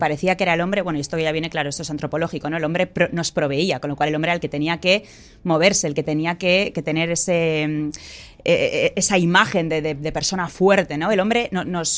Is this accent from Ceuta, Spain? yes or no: no; Basque Country, Spain; Claro, eso se hace mucho en mi tierra, en el País Vasco, ¿verdad?